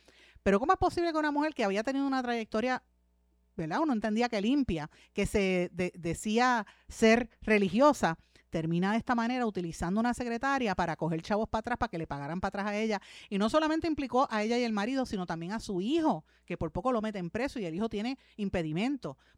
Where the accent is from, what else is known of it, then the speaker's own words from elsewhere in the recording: Puerto Rico; Y paren menos las mujeres, somos menos puertorriqueños.